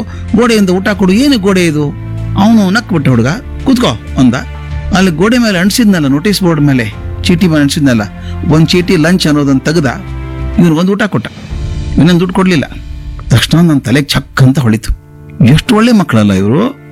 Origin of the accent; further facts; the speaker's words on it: Bijapur district, Karnataka, India; born there; moved away; ನಮ್ಮ ಹಳ್ಳಿಯಲ್ಲಿ ಮಾಡ್ತಾ ಇದ್ವಿ ಸ್ವಾಮಿ ನಾವು, ಮುತ್ತುಗದೆಲೆ ಹಚ್ಚಬೇಕು. ನಮ್ಮ ಅಜ್ಜ ದೊಡ್ಡ ಜಮೀನ್ದಾರ, ರೈತರು ತಂದು ಹಾಕ್ಬೇಕು ನಮ್ಮ ಮನೆಯಲ್ಲಿ, ಈ ಮುತ್ತುಗದೆಲೆ ತಂದು ಹಾಕ್ಬೇಕು. ಊಟ ಎಲ್ಲ ಮುತ್ತುಗದೆಲೆಯಲ್ಲಿ ಮಾಡ್ಬೇಕು. ಬಾಳೆ ಎಲ್ಲ ಸಿಗಲ್ಲ ಅಲ್ಲಿ ಬಿಜಾಪುರ ಜಿಲ್ಲೆಯಲ್ಲಿ.